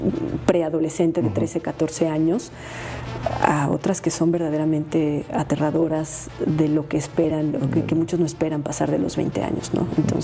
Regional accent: Guanajuato, Mexico; nací en Guanajuato, pero crecí en la parte urbana, no crecí en la zona rural

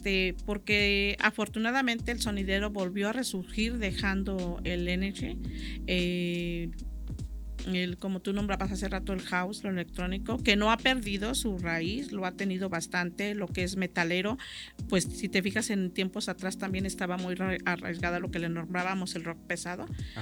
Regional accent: San Luis Potosí, Mexico; yo soy potosina

